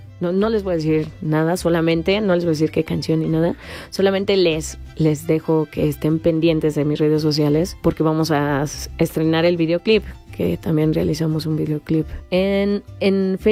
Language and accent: Spanish; Mexico